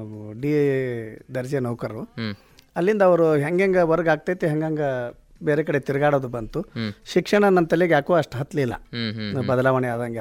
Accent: Tikota, Karnataka, India; born there; ನಾನು ಹುಟ್ಟಿರುವುದು ತಿಕೋಟದಲ್ಲಿ ತಾಯಿ ಊರು ಆಯೋರು ಅಲ್ಲೇ ಇದ್ರು ಹುಟ್ಟಿದ್ದು ತಿಕೋಟದಲ್ಲಿ

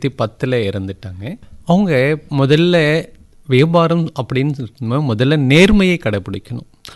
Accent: Tamil Nadu, India; now in Dharmapuri, India; ஜருகன் ஒரு சின்ன கிராமத்திலிருந்து வந்திருக்கோம்.

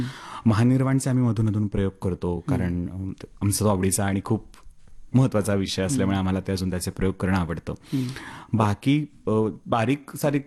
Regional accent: Shirwal, Maharashtra, India; या सगळ्यामध्ये बालपण माझं, 10वीपर्यंत शिक्षण माझं शिरवळला झालेलं आहे.

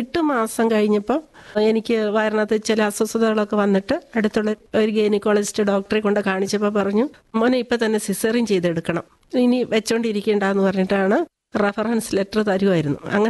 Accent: Rajakkad, Kerala, India; ഇടുക്കിയിലാണ്, Idukki Rajakkad.

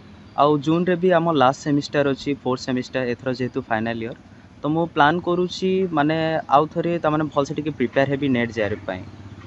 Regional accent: Bargarh, Odisha, India; now in Sambalpur, India; Economics department second year student. ମୋ ଘର ହେଉଛି ବରଗଡ଼, ଆଉ ମୁଁ ସମ୍ବଲପୁର ୟୁନିଭର୍ସିଟିରେ ଏବେ ଇକୋନୋମିକ୍ସ ଡିପାର୍ଟମେଣ୍ଟରେ ସେକେଣ୍ଡ ଇୟରରେ ପଢ଼ୁଛି।

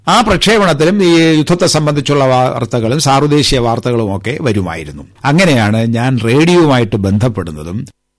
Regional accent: Anavoor, Kerala, India; കാരണം ഞാൻ ജനിച്ചു വളർന്നത് ഒരു ഗ്രാമത്തിലാണ്. നെയ്യാറ്റിൻകര താലൂക്കിലെ ആനാവൂർ വില്ലേജിൽപ്പെട്ട ഒരു പ്രദേശത്താണ് ഞാൻ ജനിച്ചതും വളർന്നതും.

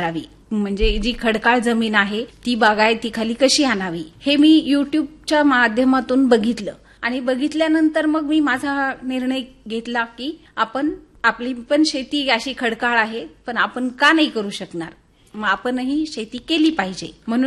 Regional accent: Udgir, Maharashtra, India; तशी मी मूळची लातूर जिल्ह्यामध्ये उदगीर तालुका येथे माझा जन्म झालेला आहे.

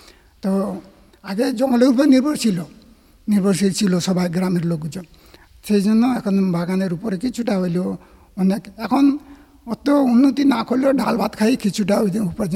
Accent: West Bengal, India; আমাদের গ্রামের লোক

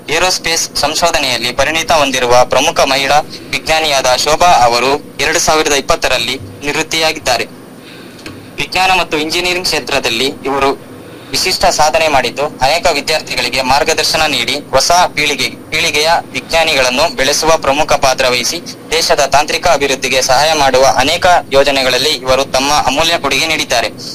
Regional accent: Tarikere, Karnataka, India; ನಮ್ದು ಇಲ್ಲೇ ತರೀಕೆರೆ

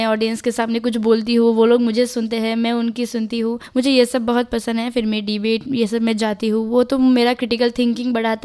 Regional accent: Haflong, Assam, India; और हमारे हाफलोंग में जब छोटे छोटे कॉम्पिटिशन्स होते तो मैं बचपन से ही उसी में पार्टिसिपेट कर रही हूँ

